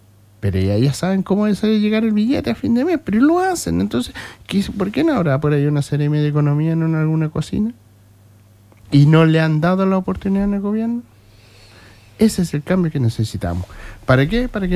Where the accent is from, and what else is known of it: Chile